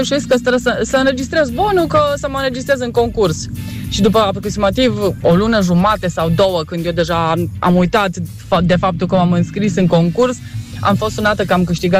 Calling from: Timișoara, Timiș County, Romania; sunt din Timișoara.

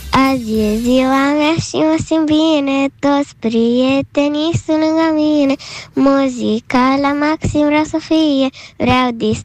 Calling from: Bucharest, Romania; din București, am 9 ani

